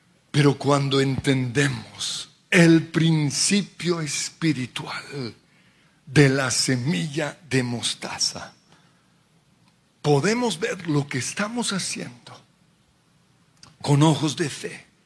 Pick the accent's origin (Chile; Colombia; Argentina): Colombia; Y nosotros como colombianos nos preguntamos, pero ¿qué es Colombia ante las otras naciones del mundo?